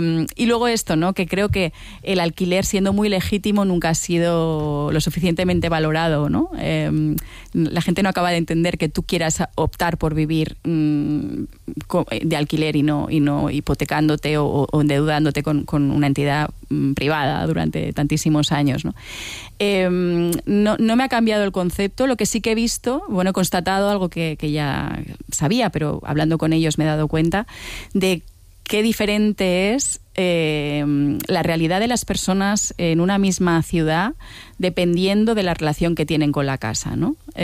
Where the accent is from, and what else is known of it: Balearic Islands, Spain; born there; moved away as an adult; now in Barcelona, Spain